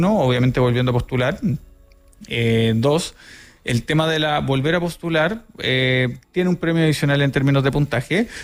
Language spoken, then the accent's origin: Spanish; Chile; como buen chileno andamos a última hora